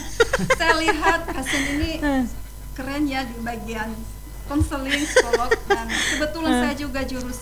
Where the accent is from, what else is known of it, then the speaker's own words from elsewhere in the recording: North Sumatra, Indonesia; Saya dari Nias Utara, lebih tepatnya di Kecamatan Tuemberua.